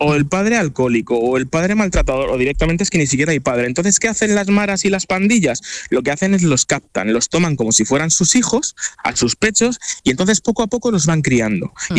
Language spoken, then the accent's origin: Spanish; Madrid, Community of Madrid, Spain; yo que soy de Madrid